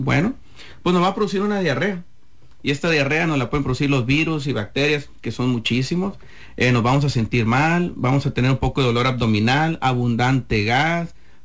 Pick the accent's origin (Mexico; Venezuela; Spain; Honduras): Mexico; Sinaloa; Somos sinaloenses, todo el año hace calor. Es la única estación del año que tenemos.